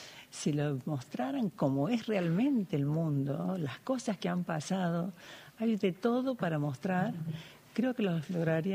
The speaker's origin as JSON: {"language": "Spanish", "region": "Córdoba", "country": "Argentina", "tie": "born or raised there", "moved": "yes", "lives_now": "Lozano, Argentina", "said": "en mi pueblo, en Córdoba, era como vos decís."}